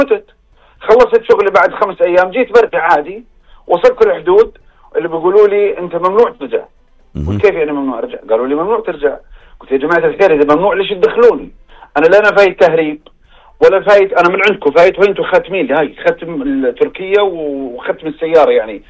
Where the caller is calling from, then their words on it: Jordan; أنا أردني مواطن أردني مستثمر بالأردن.